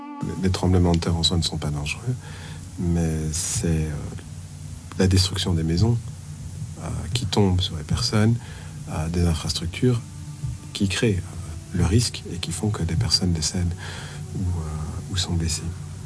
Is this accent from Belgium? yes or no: yes; Belgium; pas si loin de chez nous, en Belgique